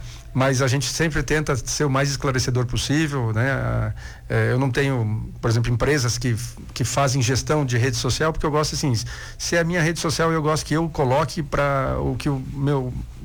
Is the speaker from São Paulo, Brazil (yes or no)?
no; Lages, Santa Catarina, Brazil; born there; also born or lived in Rio Grande do Sul; E em Lages, foi uma cidade que me acolheu demais. Eu sou gaúcho, mas moro aqui desde criança. Só fiquei fora 11 anos, que é o tempo de faculdade e o tempo de residência. E sempre mantive minha estrutura aqui.